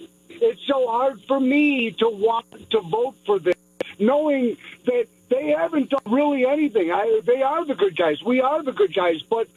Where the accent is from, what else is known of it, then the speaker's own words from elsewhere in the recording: Chicago, Illinois, United States; I went to Steinmetz, and I grew up around the Harlem and Irving Plaza.